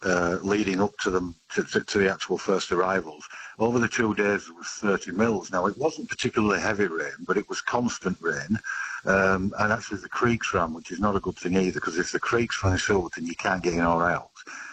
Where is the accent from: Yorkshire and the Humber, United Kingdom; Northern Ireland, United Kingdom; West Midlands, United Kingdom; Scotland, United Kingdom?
Yorkshire and the Humber, United Kingdom; now in Australia; Yeah, it is the Northern Hemisphere, and it's the north of England. Yeah, I'm actually from Yorkshire in the north of England, yeah.